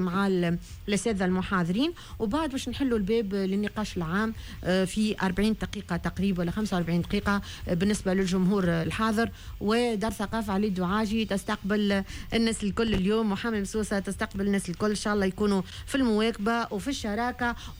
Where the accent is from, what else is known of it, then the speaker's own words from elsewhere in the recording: Tunisia; احنا دولة تونسية عربية مسلمة اما ما ننكروش في أصلنا وفخورين بأصلنا